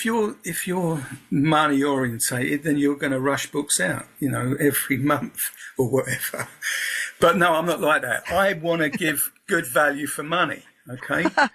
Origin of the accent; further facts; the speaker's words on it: Peckham, London, United Kingdom; also born or lived in North Devon; But so I was brought up in Southeast London, Peckham.